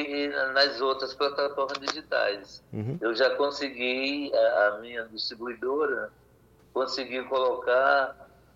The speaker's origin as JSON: {"language": "Portuguese", "region": "Northeast Region", "country": "Brazil", "tie": "born there", "said": "a minha região, o Nordeste, onde eu nasci, que tem meu povo, que também faz parte do Brasil, né?"}